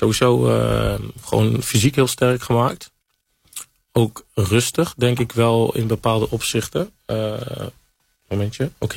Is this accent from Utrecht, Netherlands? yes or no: yes; Utrecht, Netherlands; born or raised there